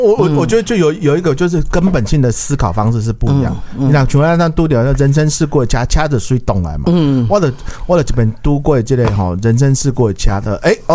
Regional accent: Taiwan

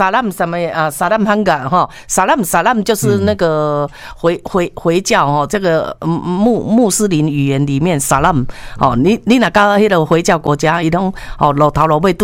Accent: Taiwan; 所以、我们台湾人真的要感谢这些外劳、

